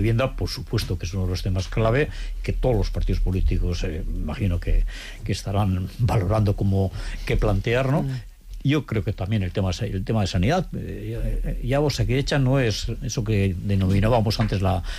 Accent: Andalusia, Spain; somos andaluces y además somos nacionalistas

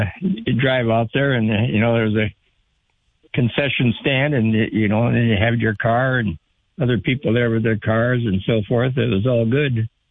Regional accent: Perham, Minnesota, United States; I grew up in Perm, Minnesota

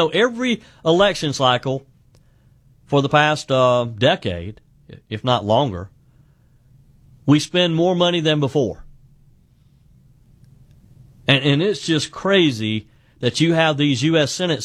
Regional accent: South Carolina, United States; You know, there was some criticism in my home state of South Carolina

